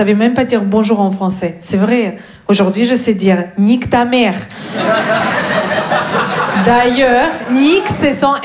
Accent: Russia; French is a second language; now in France; Non, je viens de Russie. Surprise!

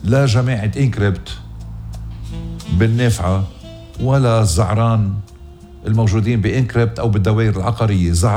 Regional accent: Lebanon; الله يحمي وطننا لبنان.

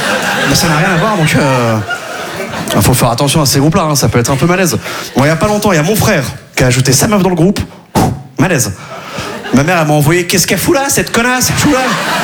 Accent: Quimperlé, Brittany, France; là d'où je viens à Quimperlé, on n'avait pas les sports cool.

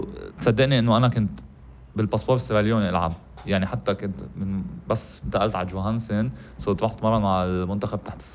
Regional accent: Lebanon; نحن لحالنا لبنانيه بيض

